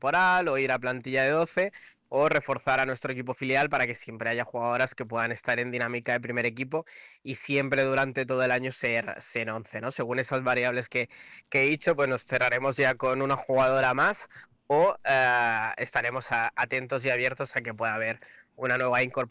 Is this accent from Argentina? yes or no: no; Mallorca, Balearic Islands, Spain